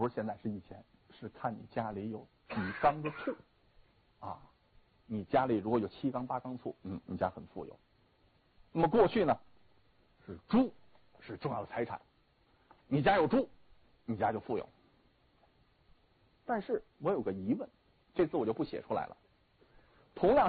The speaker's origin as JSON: {"language": "Chinese", "country": "China", "said": "但是我们中国人有一个概念"}